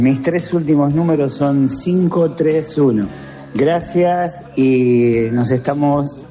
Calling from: Berisso, Buenos Aires Province, Argentina; de Berisso, acá trabajando como todos los días

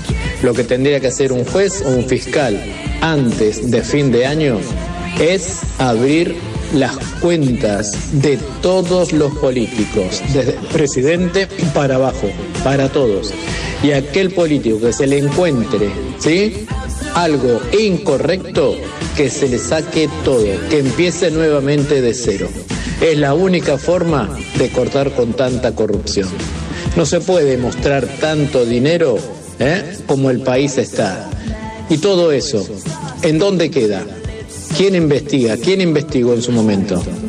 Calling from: Lomas de Zamora, Buenos Aires Province, Argentina; de Lomas de Zamora.

